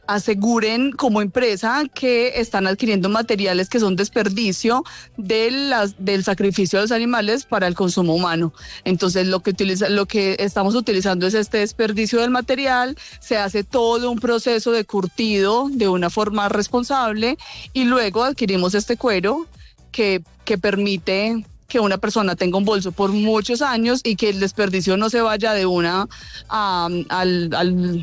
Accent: Manizales, Caldas, Colombia; now in Bogotá, Colombia; Yo soy de Manizales

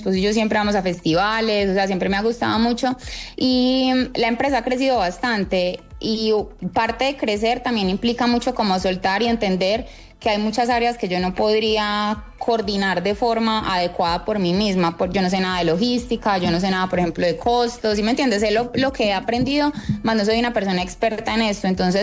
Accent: Antioquia, Colombia; yo como buena paisa

